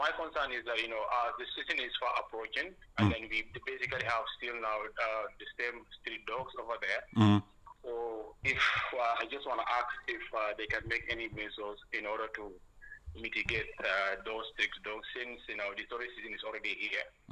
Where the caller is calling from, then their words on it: London Corner, Kanifing, Gambia; calling from London Corner.